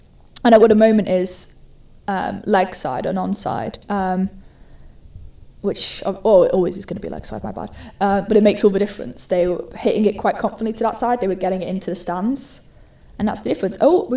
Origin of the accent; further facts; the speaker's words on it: Liverpool, North West England, United Kingdom; Well, I was just wondering because obviously I'm from Liverpool originally.